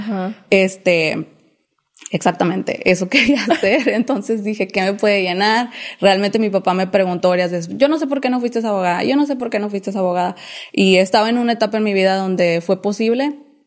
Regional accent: Hidalgo, Texas, United States; Spanish is a second language; moved away; Yo soy del Valle de Río Grande, de Hidalgo, para ser específica. Mucha gente, en vez de decirles Hidalgo, donde realmente crecí, les digo McAllen porque es lo que todos... Es la ciudad más grande ahí, pero es frontera con Reynosa, Tamaulipas.

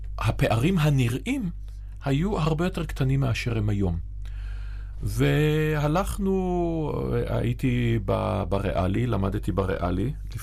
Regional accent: Haifa, Haifa District, Israel; ואני גדלתי בחיפה, שזה אמנם הכרמל, אבל זו מדינה שונה מאוד מזו של היום.

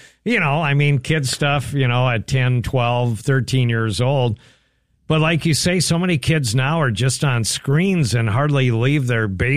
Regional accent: Willmar, Minnesota, United States; I grew up in Wilmer

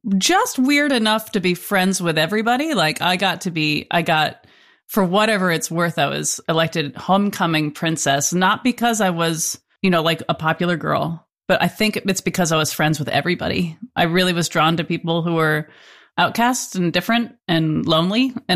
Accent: Farmington, Connecticut, United States; I grew up in Farmington, Connecticut, and it was a nice place to be.

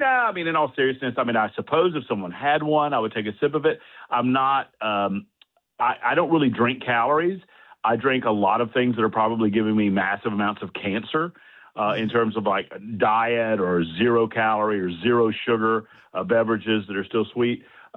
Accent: Georgia, United States; No, you know, oddly, you know, I grew up in Georgia, and you might, you know, Coke being from Atlanta, you would expect.

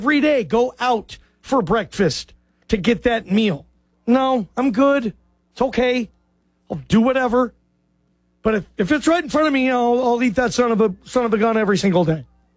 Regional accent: Seattle, Washington, United States; I'm from Seattle. I've been to Lumen Field probably more than any other stadium in my life.

